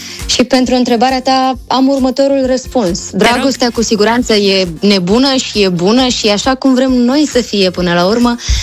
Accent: Moldova

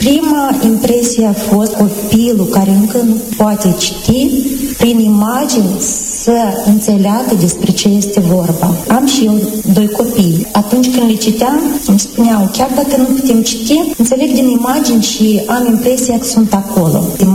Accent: Coșnița, Dubăsari District, Moldova; Predau la școala de arte din satul meu natal, Coșnița.

